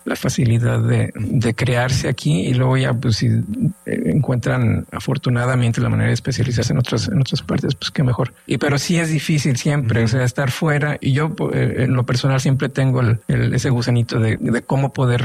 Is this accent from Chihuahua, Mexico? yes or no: no; Monterrey, Nuevo León, Mexico; estamos en Monterrey, crecimos en Monterrey. Monterrey no era tierra fértil y tenemos una gran ciudad hoy en día.